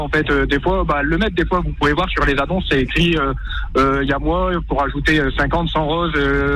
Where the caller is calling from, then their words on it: Montpellier, Occitanie, France; Et je suis de Montpellier.